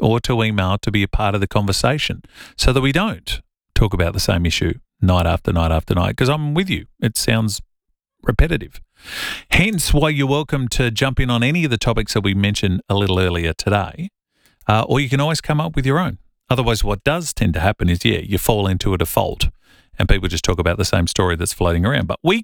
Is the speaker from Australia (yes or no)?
yes; Millicent, South Australia, Australia; I'll give a quick shameless plug for my hometown. Millicent's got an excellent museum.